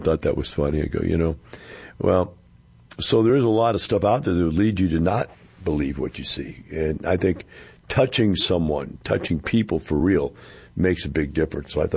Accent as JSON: {"language": "English", "region": "Missouri", "country": "United States", "said": "you know, I'm from Missouri, and we call it the show me state."}